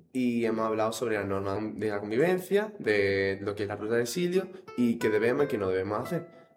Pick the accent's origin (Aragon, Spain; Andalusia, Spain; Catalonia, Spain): Andalusia, Spain; Málaga; de Málaga. Tengo 16 años.